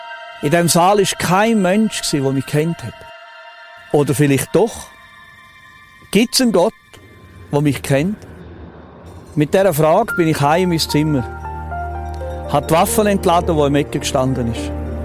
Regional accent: Switzerland; habe ich die Armeewaffen geladen, die ich als Schweizer Soldat in der Stube hatte.

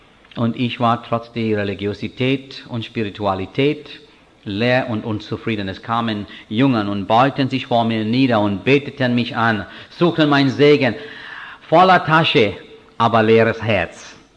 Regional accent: India; German is a second language; moved away; Also als Inder, ich bin Christentum und Jesus Christus sehr dankbar.

